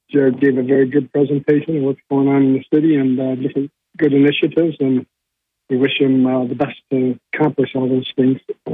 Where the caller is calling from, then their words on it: Binghamton, New York, United States; from Binghamton.